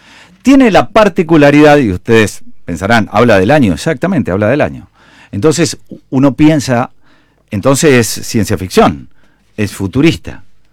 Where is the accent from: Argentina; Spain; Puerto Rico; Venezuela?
Argentina; particularmente en mi país, en la Argentina